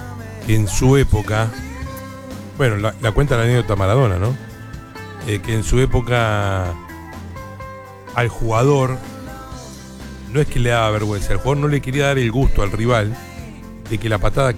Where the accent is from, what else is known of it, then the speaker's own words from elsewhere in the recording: Buenos Aires, Argentina; accent: porteño; also born or lived in Cipolletti; Yo soy porteño y he pasado veranos enteros en Cipolletti